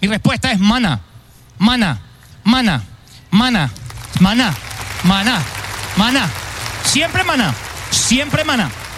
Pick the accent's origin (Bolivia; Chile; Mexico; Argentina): Argentina; Yo soy carnívoro, no carnal, carnívoro, porque soy argentino.